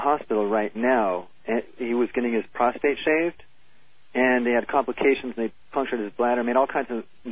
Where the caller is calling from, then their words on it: California, United States; I'm from Southern California. Right now I'm in Santa Monica.